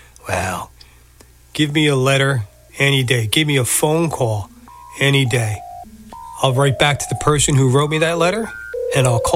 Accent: New Jersey, United States; As a kid growing up in New Jersey

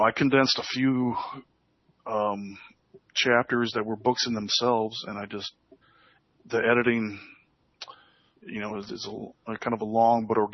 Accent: Wisconsin, United States; my friends that I grew up with in Wisconsin

